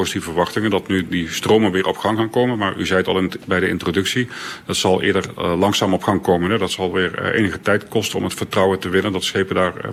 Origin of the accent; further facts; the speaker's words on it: Limburg, Netherlands; moved away as an adult; now in Belgium; Ik ben een Limburger.